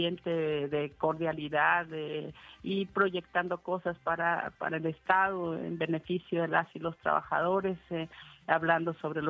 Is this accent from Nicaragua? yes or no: no; Michoacán, Mexico; está dedicado a las mujeres de mi tierra y especialmente a las que viven en la zona de conflicto en la Tierra Caliente y en la Sierra Costa